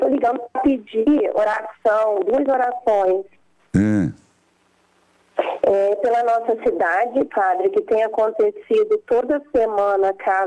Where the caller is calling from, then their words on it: Rio de Janeiro, Brazil; Eu sou de Burgo, Rio de Janeiro.